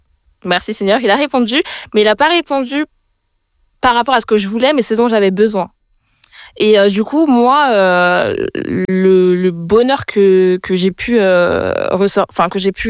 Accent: Île-de-France, France; Je viens de la région parisienne.

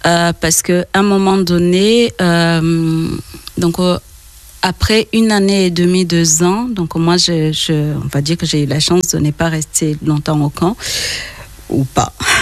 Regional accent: Rwanda; moved away; also born or lived in Benin; Oui, en tant que Rwandaise, on a une difficulté entre le R et le L.

